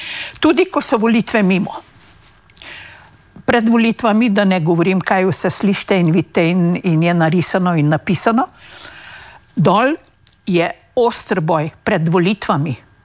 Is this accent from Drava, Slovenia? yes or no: no; Savinja, Slovenia; now in Spain; sama izhajam iz Zgornje Savinjske doline